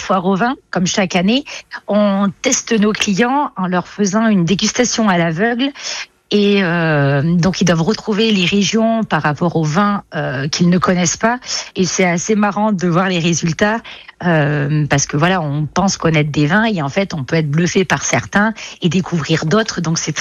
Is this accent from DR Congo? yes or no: no; Rhône Valley, France; chez nous en Vallée du Rhône